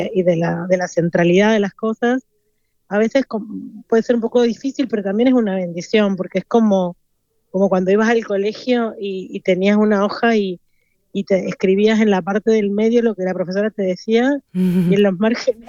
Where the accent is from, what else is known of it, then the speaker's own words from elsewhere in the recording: Mendoza, Argentina; now in Catalonia, Spain; en Mendoza, de donde soy yo